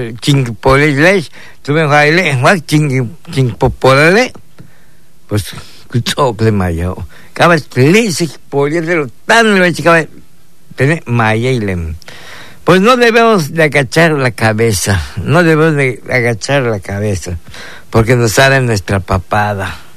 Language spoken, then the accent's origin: Spanish; Yucatán, Mexico; Los yucatecos no debemos de agachar la cabeza.